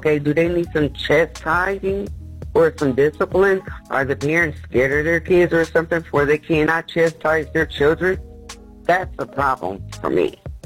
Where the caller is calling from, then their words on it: Columbus, Ohio, United States; I'm calling from Columbus, Ohio.